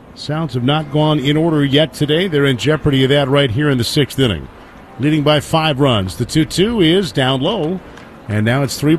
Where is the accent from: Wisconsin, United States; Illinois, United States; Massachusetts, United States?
Illinois, United States; Chicago; Growing up in the Chicago area, following the Cubs in the late 80s, early 90s, I hated Will Clark.